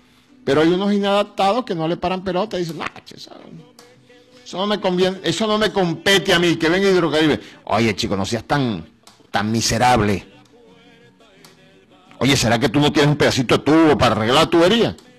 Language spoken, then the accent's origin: Spanish; Venezuela; los venezolanos, somos venezolanos.